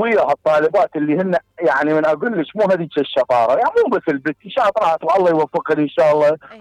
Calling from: Iraq; احنا كعراقيين

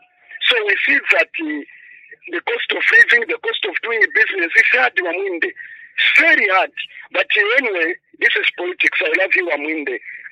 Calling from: Kafue, Lusaka Province, Zambia; I'm calling you from within Kafue, Chiranga.

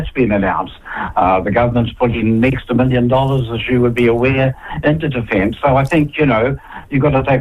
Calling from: Wellington, New Zealand; and I'm calling from Wellington. I know you don't particularly like Wellington, but don't judge us all by the, political figures there.

